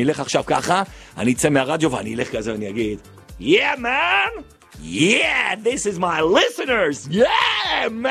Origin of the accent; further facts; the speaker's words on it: Jerusalem, Jerusalem District, Israel; אני ירושלמי, אני מפחד מהבוללה.